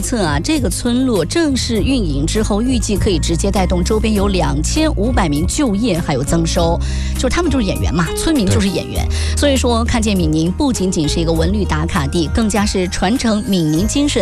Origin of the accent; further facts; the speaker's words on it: Northwest China, China; 因为其实我是北方人，西北人嘛，就是我们说话其实比较硬的